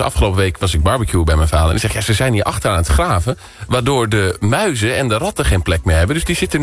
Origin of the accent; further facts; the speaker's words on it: Enter, Overijssel, Netherlands; Zeker kom ik uit Enter.